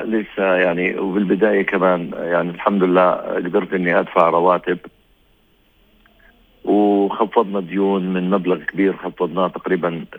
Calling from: Jordan; من بلد الهاشميين

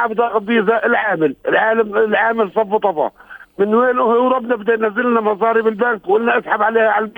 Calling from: Palestine; احنا مصلحتنا كمواطنين كفلسطينيين

